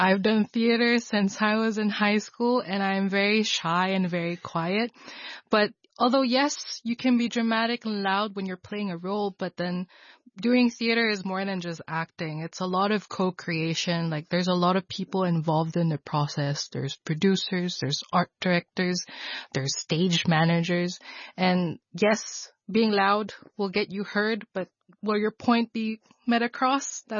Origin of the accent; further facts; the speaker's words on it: Philippines; now in Hong Kong; me being Filipino